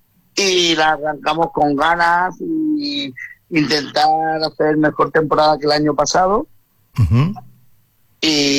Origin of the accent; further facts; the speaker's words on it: Barcelona, Catalonia, Spain; now in Ibiza, Spain; yo soy de Barcelona